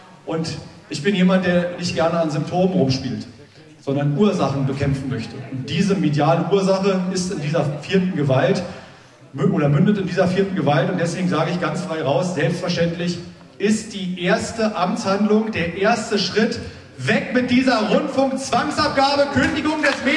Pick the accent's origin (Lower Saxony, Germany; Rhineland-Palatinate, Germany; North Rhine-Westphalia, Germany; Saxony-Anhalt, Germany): Saxony-Anhalt, Germany; Tangermünde; Ich bin Altmärker, ich komme aus Tangermünde.